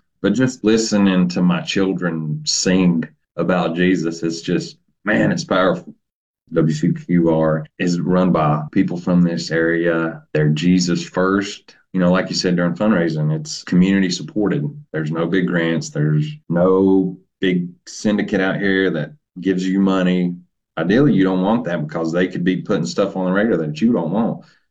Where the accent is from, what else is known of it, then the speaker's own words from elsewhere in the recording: Piney Flats, Tennessee, United States; I'm from Piney Flats, Tennessee.